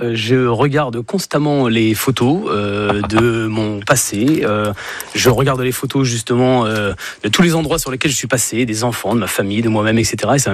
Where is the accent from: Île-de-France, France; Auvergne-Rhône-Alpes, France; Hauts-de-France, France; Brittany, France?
Île-de-France, France; Aubervilliers; born there; Oui, je suis né à Aubervilliers en 1983, en région parisienne.